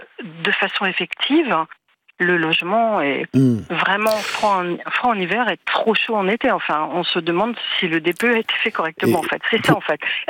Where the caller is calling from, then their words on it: Île-de-France, France; Du Val-de-Marne